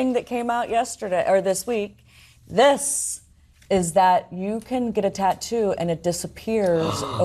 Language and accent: English; Pittsburgh, Pennsylvania, United States; I am from small town Pittsburgh. I mean, this is how I grew up.